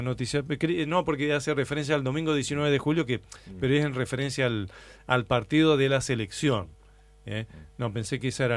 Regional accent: Argentina; lo fanático que somos los argentinos

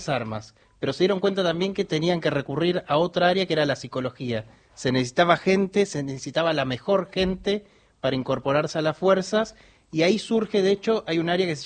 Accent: Buenos Aires, Argentina; Acá, soy porteño.

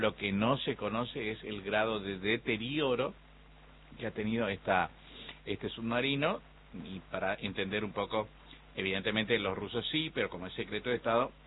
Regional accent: Argentina; nos enorgullece como argentinos

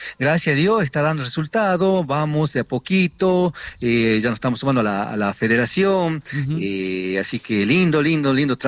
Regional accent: Payogasta, Salta, Argentina; No, no, somos de Payogasta, todos productores agropecuarios del pueblo y ahí zonas aledañas de Payogasta.

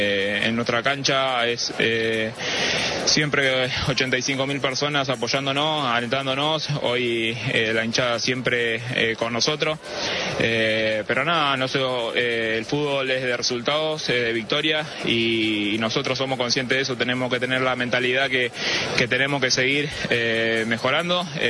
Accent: Argentina; Soy un argentino más que va a alentar por ellos

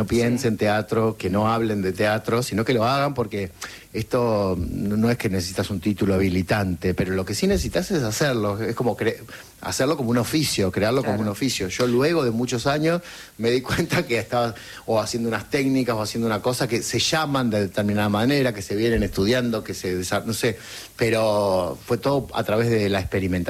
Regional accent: Gálvez, Santa Fe, Argentina; also born or lived in Junín; Sí, sí, básicamente, básicamente soy de Galvez, sí.

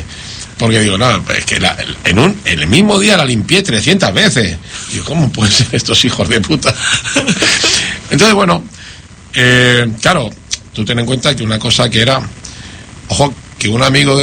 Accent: Spain; now in Argentina; vengo de España

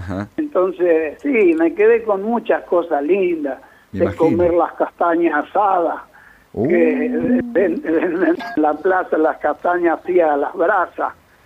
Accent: Bolognetta, Sicily, Italy; now in Argentina; Y desde acá le mando un abrazo. Para Bolognetta, mi pueblo.

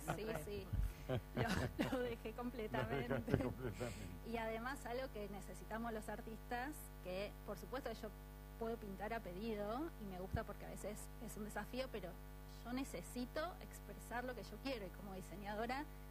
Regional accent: Buenos Aires, Argentina; De acá, de Capital

